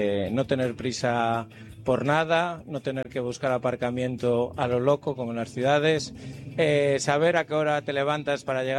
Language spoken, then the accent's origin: Spanish; Vega de Espinareda, Castile and León, Spain; aquí a la comarca del Bierzo, a mi pueblo, Vega de Espinaleda, aquí a Favero del Bierzo también.